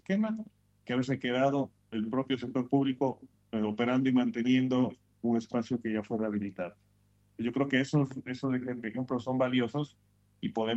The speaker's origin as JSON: {"language": "Spanish", "town": "Quito", "region": "Pichincha", "country": "Ecuador", "moved": "yes", "lives_now": "Panama", "said": "yo soy quiteño, aunque vivo en Panamá"}